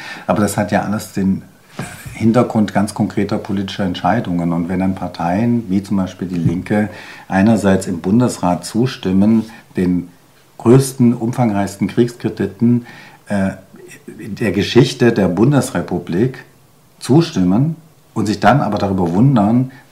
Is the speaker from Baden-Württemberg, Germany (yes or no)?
yes; Tübingen, Baden-Württemberg, Germany; moved away; Ich komme ursprünglich aus Tübingen.